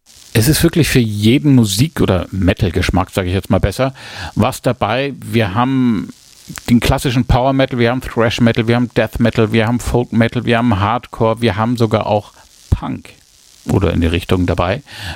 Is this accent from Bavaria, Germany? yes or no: yes; Erlangen, Bavaria, Germany; als Franke, als Erlanger